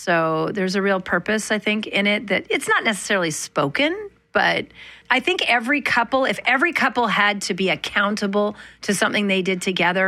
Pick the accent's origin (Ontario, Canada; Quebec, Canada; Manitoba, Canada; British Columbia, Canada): Manitoba, Canada; Growing up in Manitoba, I always tell this story.